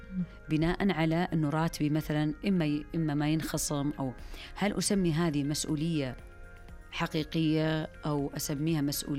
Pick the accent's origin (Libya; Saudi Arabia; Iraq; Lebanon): Saudi Arabia; مجتمعنا السعودي،